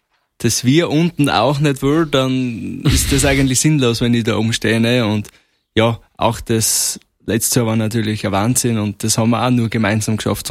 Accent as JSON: {"language": "German", "town": "Mettersdorf", "region": "Styria", "country": "Austria", "tie": "born or raised there", "said": "Mettersdorf bei Steins, Bezirk Deutschlandsberg. Da jetzt bin ich her, mein Heimatort."}